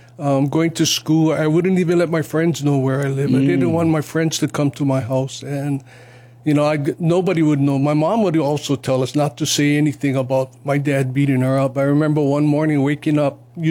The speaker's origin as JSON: {"language": "English", "town": "Honolulu", "region": "Hawaii", "country": "United States", "tie": "born or raised there", "said": "I grew up right next door to where the Hawaii Convention Center is. It used to be Aloha Motors was there while I was growing up."}